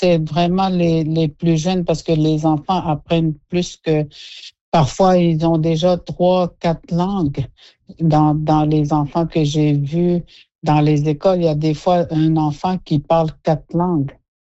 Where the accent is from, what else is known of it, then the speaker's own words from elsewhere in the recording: Canada; first language Innu; French is a second language; toute la maison parlait Innu. C'est un peu comme ça. J'ai appris le français quand j'ai commencé l'école. À 6 ans, je crois, j'apprenais à écrire et à comprendre le français.